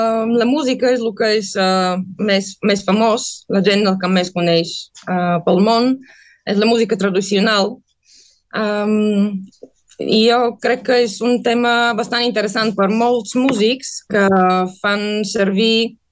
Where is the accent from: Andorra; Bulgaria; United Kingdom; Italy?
Bulgaria; Sofia, Sofia City; Catalan is a second language; moved away; also born or lived in Tarragona; I perquè jo sóc de Sofia, que es fa, està, no està massa prop del mar. El mar és com anar de vacances a l'estiu.